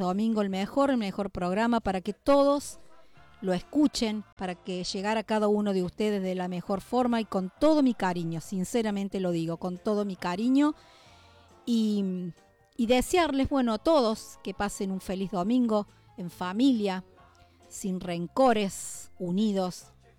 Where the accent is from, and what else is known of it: Argentina